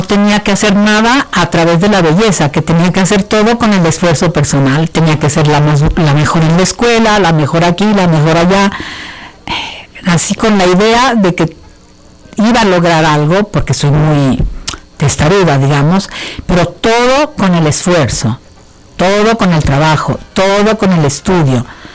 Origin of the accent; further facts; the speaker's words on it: Italy; Entonces yo crecí en Italia pensando que éramos las únicas niñas hijas de divorciados.